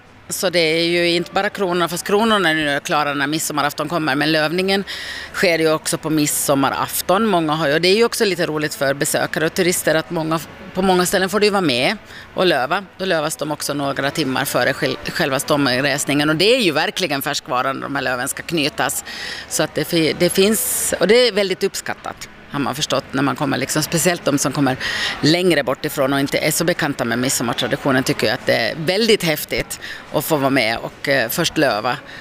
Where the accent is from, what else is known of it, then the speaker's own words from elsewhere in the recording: Åland, Finland; de är kanske mer mot den finska stilen och ändå lite så här särägna som vi ålänningar kanske är.